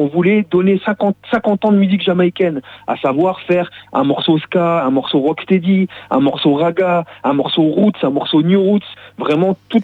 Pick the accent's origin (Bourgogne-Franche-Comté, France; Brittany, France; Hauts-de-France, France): Hauts-de-France, France; Roubaix; moved away as an adult; now in Bergerac, France; Déjà, …, on a grandi ensemble. On se connaît depuis très longtemps. On vient tous les deux de Roubaix.